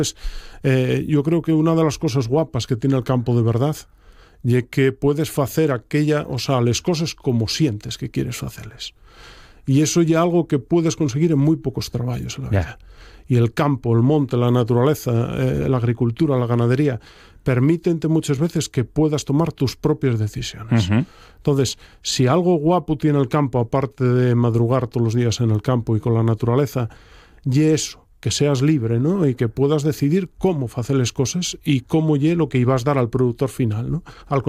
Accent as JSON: {"language": "Spanish", "town": "Oviedo", "region": "Asturias", "country": "Spain", "tie": "born or raised there", "moved": "as an adult", "said": "Yo nací en Oviedo y críame en Oviedo y pasé toda la vida en Oviedo hasta los 27 o 28."}